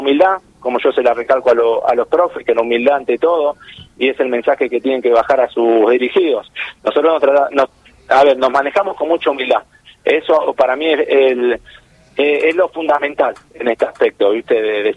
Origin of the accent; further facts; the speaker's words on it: Argentina; born there; now in Salta, Argentina; vengo de Buenos Aires, donde la formación es distinta.